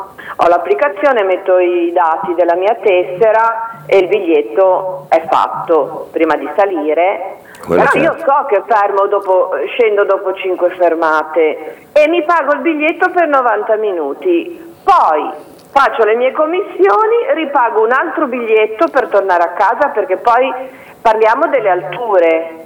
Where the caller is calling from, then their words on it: Genoa, Liguria, Italy; io sono da Righi